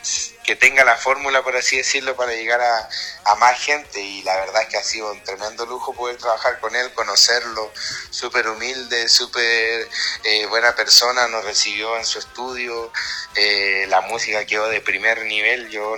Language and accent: Spanish; Patagonia, Chile; now in Santiago, Chile; me acostumbré a ese estilo de vida, y a pesar de estar en la capital, más patagón todavía me siento